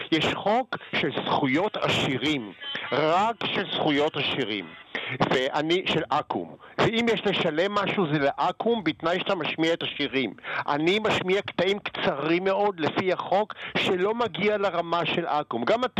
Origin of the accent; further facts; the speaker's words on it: Tel Aviv, Tel Aviv District, Israel; אני יליד תל אביב.